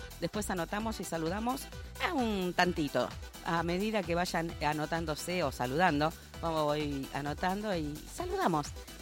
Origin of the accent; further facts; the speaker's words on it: Argentina; Somos así los argentinos